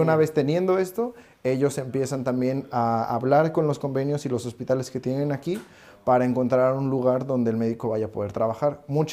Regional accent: Mexico; now in Germany; lo cual para uno como mexicano y acostumbrado a ciudades tan grandes es muy pequeño.

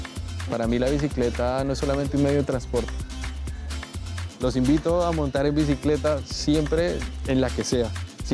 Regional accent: Colombia; now in Germany; Nosotros como colombianos siempre tenemos en miras Europa y sobre todo Alemania.

